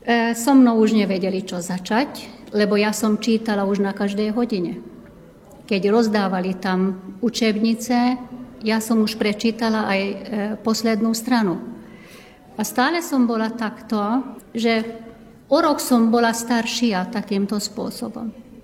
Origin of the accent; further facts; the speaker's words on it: Banská Bystrica Region, Slovakia; first language Hungarian; Slovak is a second language; Pochádzam zo stredného Slovenska, z Veľkokrytíckej oblasti. Je to vlastne krajina, kde dva jazyky, dve kultúry žijú vedľa seba, stretávajú sa, doplňajú sa.